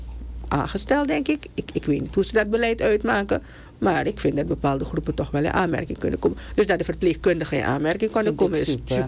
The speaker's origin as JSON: {"language": "Dutch", "country": "Suriname", "said": "ik ben een Surinaamse burger. Ik heb in Suriname gestudeerd. Ik kom van de Universiteit van Suriname."}